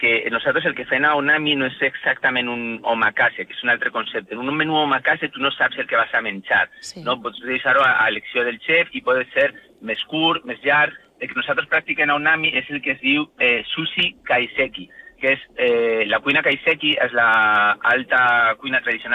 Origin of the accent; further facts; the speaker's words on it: Valencia, Valencian Community, Spain; També jo soc de València, que està aquí, però clar, la zona de la Marina té les seves particularitats que estan per descobrir, per mi.